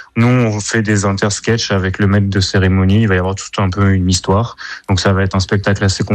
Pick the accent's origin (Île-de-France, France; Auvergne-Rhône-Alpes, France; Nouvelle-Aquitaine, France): Auvergne-Rhône-Alpes, France; Je parle beaucoup de la vie que j'ai vécue en Ardèche.